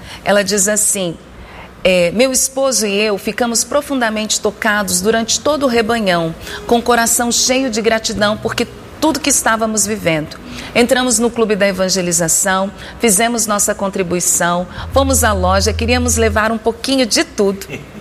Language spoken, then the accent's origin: Portuguese; Ilhéus, Bahia, Brazil; porque nós já gastaríamos com a passagem de avião, porque nós somos de Ilhéus.